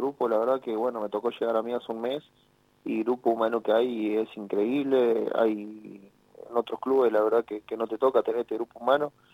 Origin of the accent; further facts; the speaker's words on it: San Luis, Argentina; la mayoría de los chicos, casi todos, somos acá de San Luis